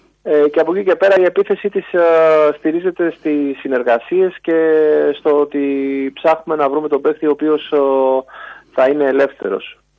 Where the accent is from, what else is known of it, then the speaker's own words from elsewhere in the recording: Greece; σαν Έλληνας